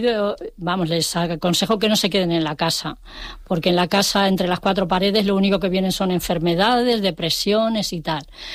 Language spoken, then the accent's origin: Spanish; Toledo, Castilla-La Mancha, Spain; now in Canary Islands, Spain; Vengo de Toledo